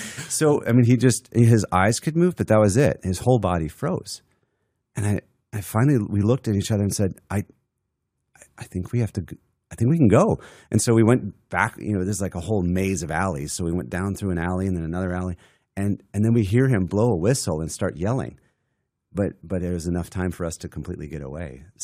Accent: Alaska, United States; born there; I was born in Alaska

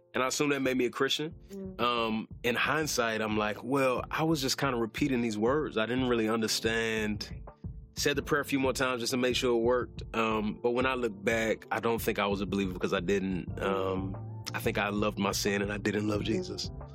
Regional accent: Dallas, Texas, United States; Yeah, I grew up in Dallas in a loving family.

